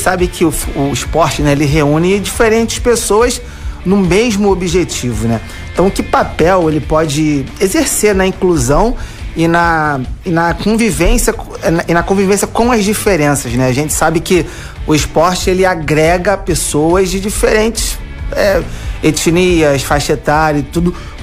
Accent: Rio de Janeiro, Brazil; Eu vim de Santa Cruz, na Zona Oeste.

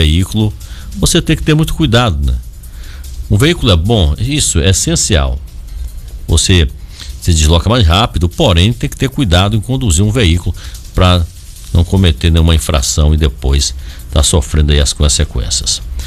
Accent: Barreirinhas, Maranhão, Brazil; born there; nós como maranhenses, eu não sou ludovicense, né? Eu sou barreirinhense mesmo de nascimento.

